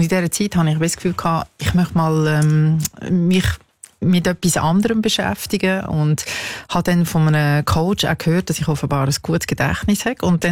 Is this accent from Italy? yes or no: no; Switzerland; in den 70er Jahren in meinem Geburtsort Schweiz, wo ich aufgewachsen bin